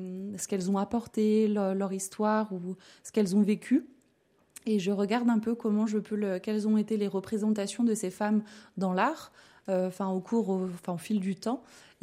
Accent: Lyon, Auvergne-Rhône-Alpes, France; moved away as an adult; now in Gap, France; à Gap depuis 10 ans et donc je suis venue à Gap pour le travail. Je suis lyonnaise d'origine

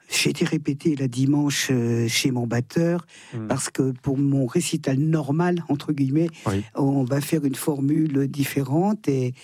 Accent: Thonon-les-Bains, Auvergne-Rhône-Alpes, France; born there; Ah oui, je chante dans ma ville natale

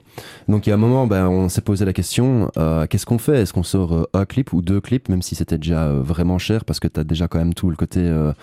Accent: Liège, Wallonia, Belgium; je suis liégeois

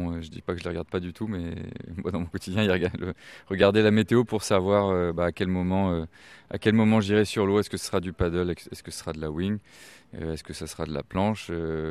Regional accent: Larmor-Plage, Brittany, France; je suis l'Armorien, enfin, j'ai grandi à l'Armor Plage, j'habite aussi aujourd'hui à l'Armor Plage, j'ai 41 ans

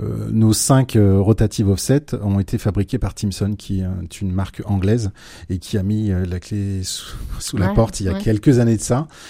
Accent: Hauts-de-France, France; Je pense que je viens de l'Oise. Le week-end, ma maison est sur Amiens, mais je découvre l'Orne semaine après semaine depuis 7 mois.

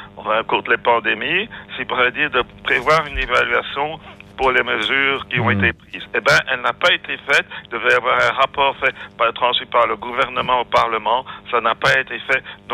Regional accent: Belgium; Enfin bon, moi je viens de la Belgique, donc je vais donner un exemple.

